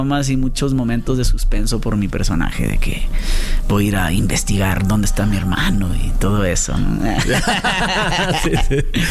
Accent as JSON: {"language": "Spanish", "country": "Mexico", "said": "no importa si somos de este lado del charco o del otro, somos mexicanos y debemos estar unidos"}